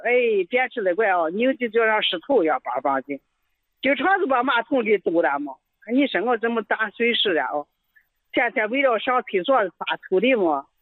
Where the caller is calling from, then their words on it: Shaanxi, China; 我是陕西的，我今年66了。